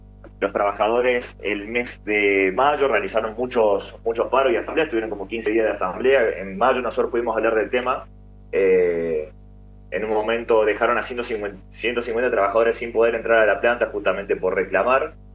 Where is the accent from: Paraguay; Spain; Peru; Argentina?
Argentina; somos todos argentinos